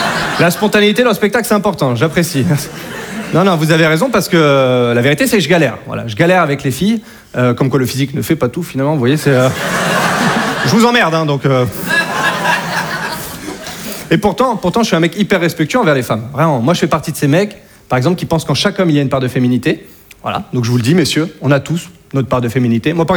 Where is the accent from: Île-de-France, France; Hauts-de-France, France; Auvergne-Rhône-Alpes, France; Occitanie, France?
Hauts-de-France, France; parce que chez moi, en Picardie, voilà, entre voisins, franchement, il y a une bonne ambiance.